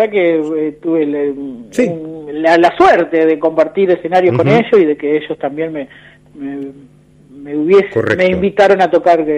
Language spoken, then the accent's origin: Spanish; San Cristóbal, Santa Fe, Argentina; es una banda de jazz fusión de San Cristóbal, somos de San Cristóbal, sí.